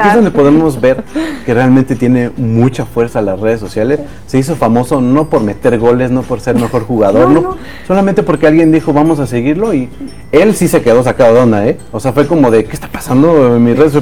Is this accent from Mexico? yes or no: yes; Mexico; los mexicanos estamos siendo tendencia en todas las redes sociales.